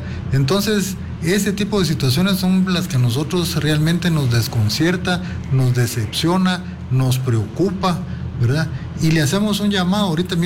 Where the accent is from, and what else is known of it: Guatemala